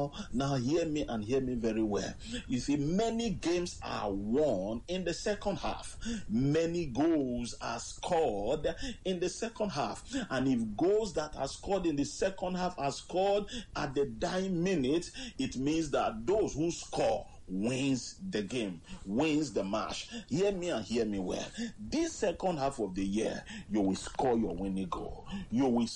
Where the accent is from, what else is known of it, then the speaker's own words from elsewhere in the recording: Nigeria; I'm from Nigeria